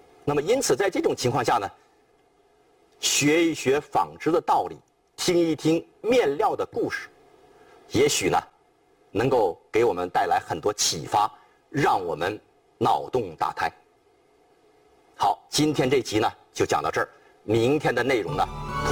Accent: China; 我们中国人

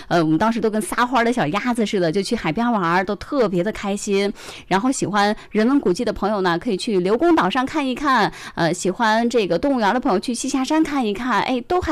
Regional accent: northern China, China; 我是北方人。

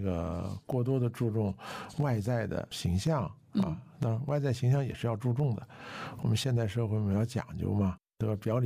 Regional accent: China; 我们中国人他就有这种美德

